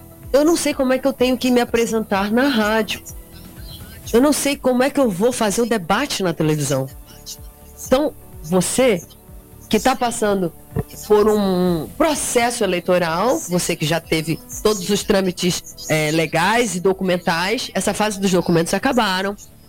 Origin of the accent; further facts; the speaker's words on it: Amapá, Brazil; eu sou do Amapá, que é um lugar incrível